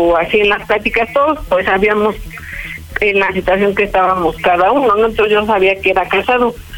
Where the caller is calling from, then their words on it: Atenco, State of Mexico, Mexico; Tengo 42 años y soy de Atenco, Estado de México.